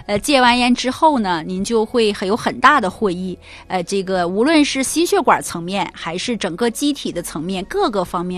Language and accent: Chinese; Northeast China, China